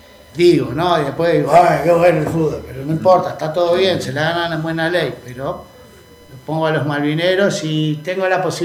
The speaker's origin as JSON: {"language": "Spanish", "town": "Quilmes", "region": "Buenos Aires Province", "country": "Argentina", "said": "venimos de una ciudad rockera. Nosotros somos de Quilmes"}